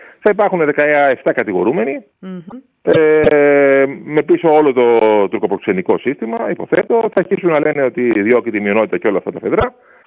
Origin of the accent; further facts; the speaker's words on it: Greece; αλλά ως Έλληνας πολίτης και ως Έλληνας δημοσιογράφος, ο οποίος μετράει 30 τόσα χρόνια αποδεδειγμένα στο κουρμπέτι